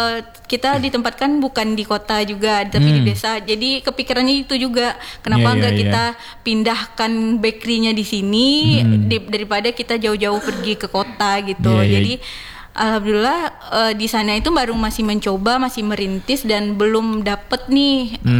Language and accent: Indonesian; Padang, West Sumatra, Indonesia